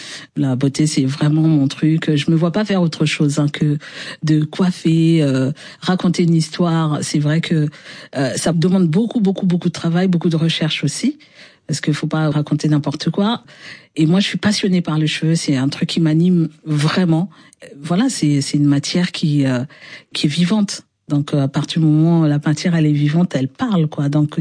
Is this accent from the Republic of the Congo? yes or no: yes; Brazzaville, Republic of the Congo; moi, j'ai grandi à Mongali, précisément à Brazzaville.